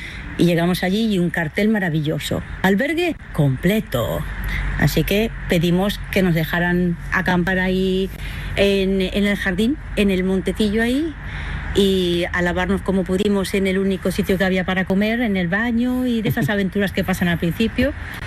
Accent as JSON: {"language": "Spanish", "town": "Bilbao", "region": "Basque Country", "country": "Spain", "also_born_or_lived": "Caracas, Venezuela", "moved": "as an adult", "lives_now": "Santiago de Compostela, Spain", "said": "O sea que yo soy de Bilbao, Camino de Santiago del Norte, Catedral de Santiago la otra. Luego, pues viví en Venezuela 27 años, Caracas"}